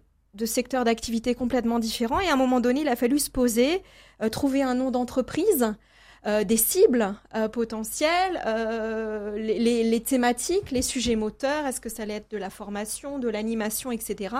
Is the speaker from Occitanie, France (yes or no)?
no; Strasbourg, Grand Est, France; born there; moved away as an adult; also born or lived in Luxembourg; je suis née à Strasbourg, donc la proximité de l'Allemagne, des stages effectués là-bas, 10 ans passés au Luxembourg